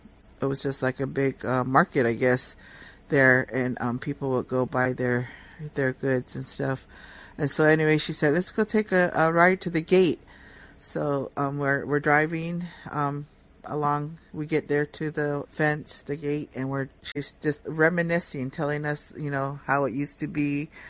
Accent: San Francisco, California, United States; I grew up here in San Francisco.

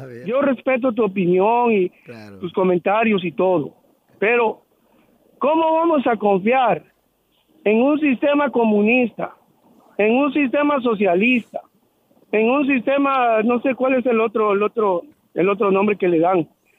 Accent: Guatemala; born there; yo orgullosamente nací en la tierra del Quetzal.

